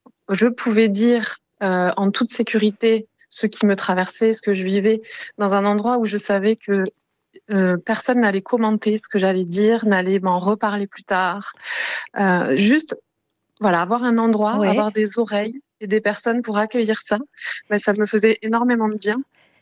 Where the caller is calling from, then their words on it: Toulouse, Occitanie, France; Je vous appelle de Toulouse.